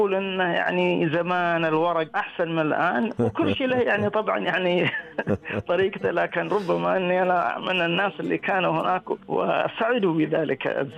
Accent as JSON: {"language": "Arabic", "country": "Saudi Arabia", "said": "عندنا في المملكة"}